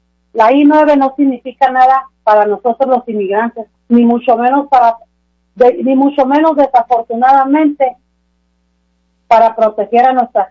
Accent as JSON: {"language": "Spanish", "region": "Sinaloa", "country": "Mexico", "moved": "yes", "lives_now": "Washington, United States", "said": "Sinaloa, así hablamos nosotros."}